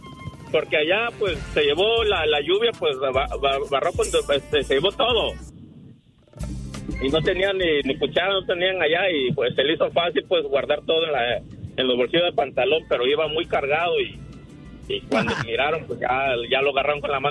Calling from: Ohio, United States; Soy de Ohio.

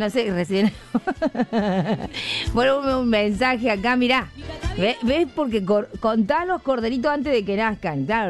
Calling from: Villa del Totoral, Córdoba, Argentina; Soy de Villa del Totoral. Quiero mandar un saludo para mi hermana de Villa Libertador.

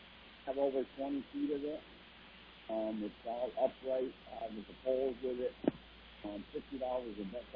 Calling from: Milton, Vermont, United States

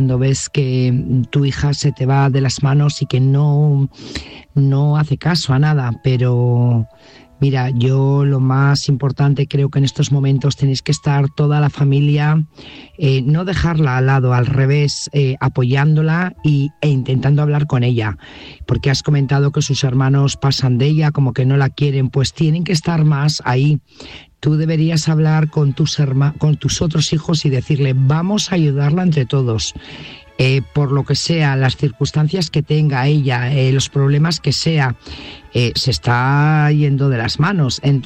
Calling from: Burgos, Castile and León, Spain; corresponsal de Burgos.

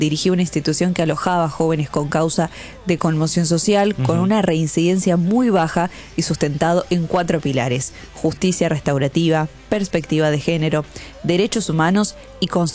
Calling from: Puente La Noria, Buenos Aires Province, Argentina; de Puente La Noria.

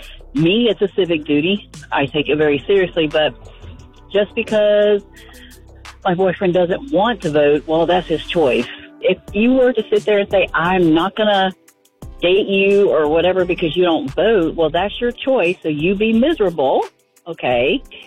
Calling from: Green Cove Springs, Florida, United States; I'm calling from Green Coast Springs, Florida.

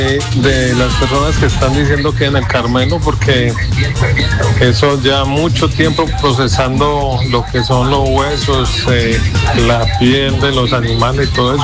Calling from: Cali, Valle del Cauca, Colombia

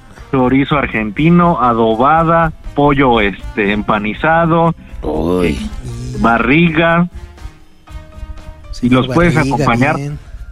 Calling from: Tlalnepantla, State of Mexico, Mexico; ¿Qué pasó, mi diablito? … de Tlanepantla.

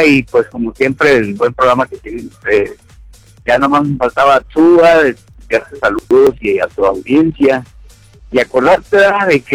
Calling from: Tamaulipas, Mexico; yo soy de Tamaulipas, viejo, pero ahí me casé.

